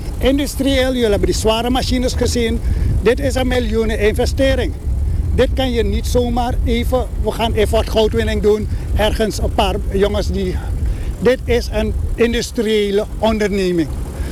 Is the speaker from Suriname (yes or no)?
yes; Suriname; Dus ik denk dat wij als Surinamers heel boos kunnen worden.